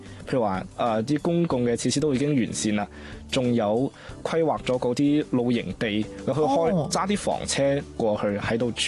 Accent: Guangzhou, Guangdong, China; 大家好，我嚟自广东广州，

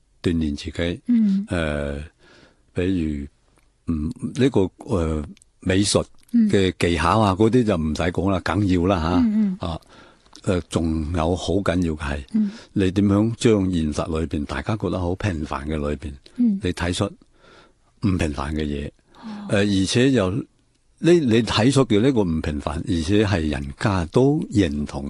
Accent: Foshan, Guangdong, China; 本来我就系岭南水乡嘅土生土长嘅，系一员。

